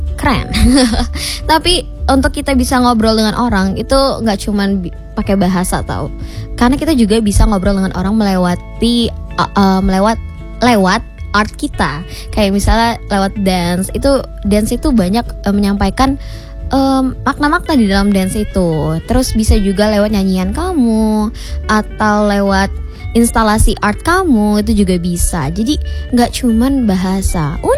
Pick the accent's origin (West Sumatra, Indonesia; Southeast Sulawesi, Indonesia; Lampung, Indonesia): Lampung, Indonesia; kan lahir dan besar di Lampung nih ya.